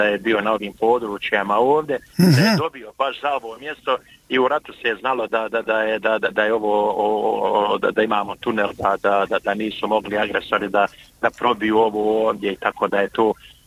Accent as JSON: {"language": "Bosnian", "town": "Butmir", "region": "Federation of Bosnia and Herzegovina", "country": "Bosnia & Herzegovina", "said": "ja sam odavde iz Butmira, vaš stan."}